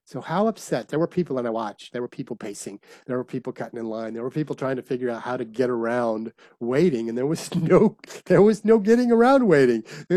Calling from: Niagara Falls, Ontario, Canada; I'm sitting in Ontario, Niagara Falls, Canada, doing this show because it means so much to me.

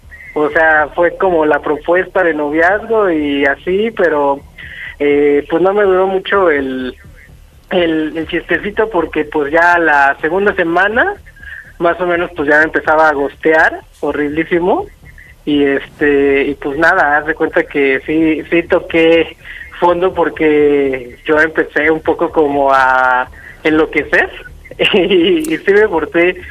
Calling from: Mexico City, Mexico; Soy de aquí, de la Ciudad de México

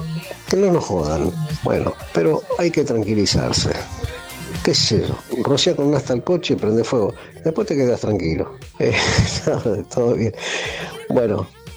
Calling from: Lanús, Buenos Aires Province, Argentina; Yo soy de Lanús.

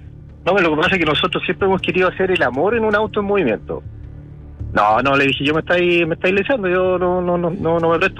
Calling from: La Serena, Coquimbo, Chile; yo soy de acá de Serena.

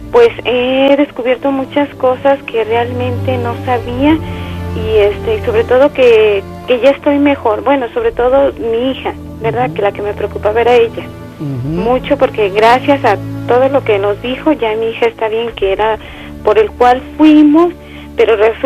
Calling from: Tlajomulco de Zúñiga, Jalisco, Mexico; De Tlajomulco.

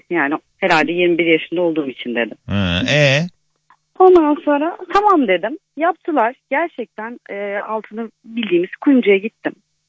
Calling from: Antalya, Turkey; Antalya'dan arıyorum.

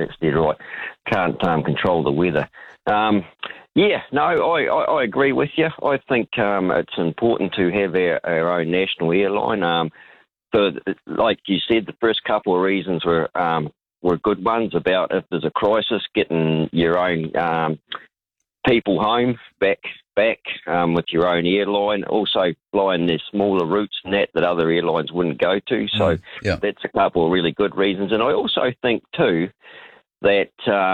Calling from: New Zealand; I'm a Kiwi

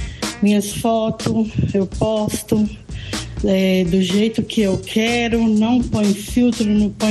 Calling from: Ibirité, Minas Gerais, Brazil; Sou de Birité.

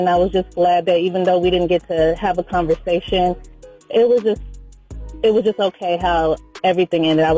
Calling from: Richmond, Virginia, United States; from Richmond, Virginia.

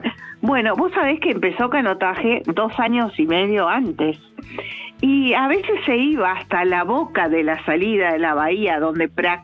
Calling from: Acassuso, Buenos Aires Province, Argentina; de Acasus.

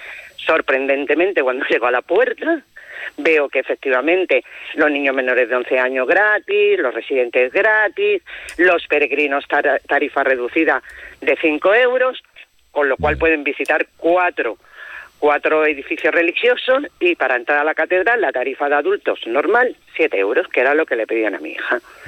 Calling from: Málaga, Andalusia, Spain; somos de Málaga y lo que nos hemos trasladado es aquí a La Rioja por una parte por motivos de trabajo

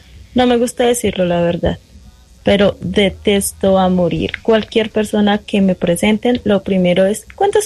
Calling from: Zipaquirá, Cundinamarca, Colombia; de Zipaquirá.

